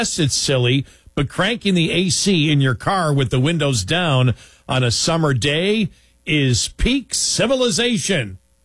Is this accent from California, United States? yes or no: no; Buffalo, New York, United States; the weirdest thing is growing up in Buffalo and living here now.